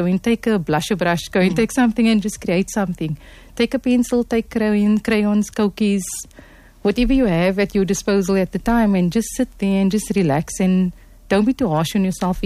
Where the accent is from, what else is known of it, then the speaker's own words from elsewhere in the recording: Cape Town, Western Cape, South Africa; we come from Cape Town, and when I grew up and how I grew up wasn't, we were exposed to Arabic.